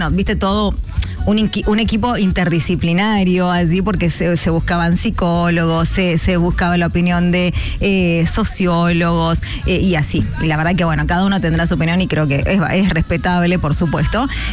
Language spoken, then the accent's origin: Spanish; Argentina; todo lo que nos pasa a nosotros como argentinos, como, bueno, o como humanidad en realidad